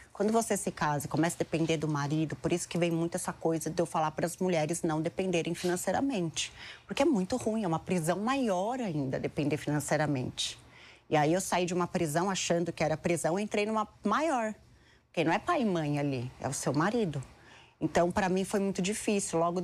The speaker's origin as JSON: {"language": "Portuguese", "region": "São Paulo", "country": "Brazil", "tie": "born there", "said": "Sou nascida em São Paulo, 5 irmãos, nós somos em 5 filhos."}